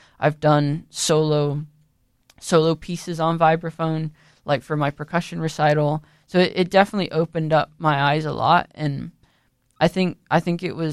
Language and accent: English; California, United States; I grew up in California